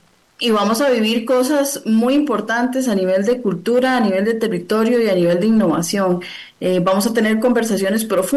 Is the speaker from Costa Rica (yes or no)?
yes; Costa Rica; Yo soy investigadora gastronómica y no soy de Ecuador, soy de Costa Rica.